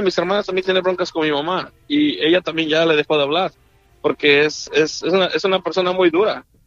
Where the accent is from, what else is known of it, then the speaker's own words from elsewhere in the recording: Puebla, Mexico; moved away as an adult; now in United States; yo me salí de mi pueblo. Yo estudié hasta el bachillerato y luego me salí de mi pueblo, fui a estudiar a la universidad a Puebla.